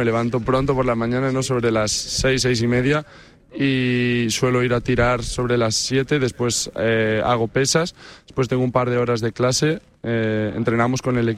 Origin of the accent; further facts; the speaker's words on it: Málaga, Andalusia, Spain; yo soy malagueño, ¿no?